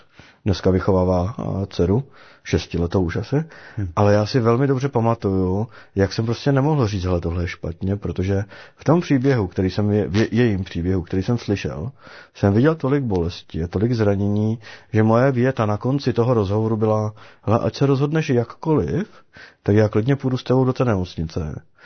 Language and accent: Czech; Opava, Moravian-Silesian Region, Czechia; born there; now in Bruntál, Czech Republic; já jsem se narodil v Opavě, vyrůstal jsem v nevěřící rodině, o Bohu jsem toho nikdy moc nevěděl